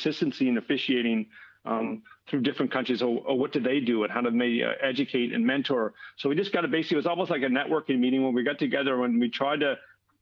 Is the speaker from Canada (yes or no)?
yes; Canada; moved away as an adult; now in Adelaide, Australia; And then when I grew up in Canada, when I was in my 20s playing in those small towns, there was 50,000 people and there was six rinks.